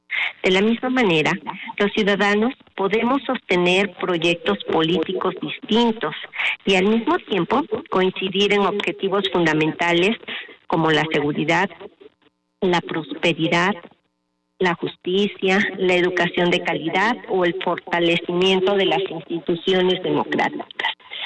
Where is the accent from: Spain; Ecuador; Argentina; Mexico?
Mexico; Como muchos mexicanos, comparto el orgullo del triunfo de nuestra selección